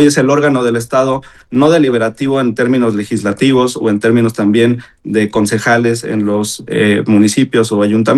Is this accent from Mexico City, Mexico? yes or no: no; Jalisco, Mexico; yo soy de Jalisco.